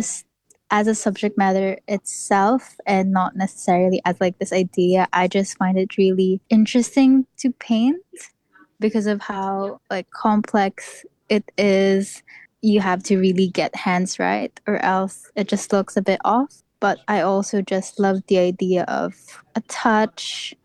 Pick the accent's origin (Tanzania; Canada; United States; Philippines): Philippines; now in New Zealand; my own upbringing in a Catholic country because I come from the Philippines.